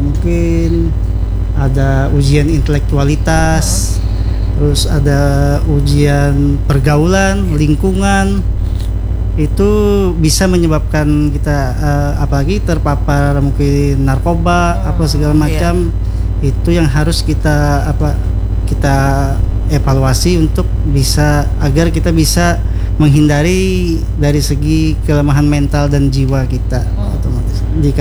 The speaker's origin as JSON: {"language": "Indonesian", "region": "South Kalimantan", "country": "Indonesia", "said": "kata kita tuh orang Banjar tuh apa, gabut karena narkoba lah itu."}